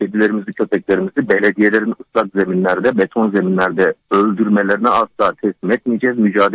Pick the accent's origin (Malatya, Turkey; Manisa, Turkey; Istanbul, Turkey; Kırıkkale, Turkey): Istanbul, Turkey; kuzguncukluyum ben.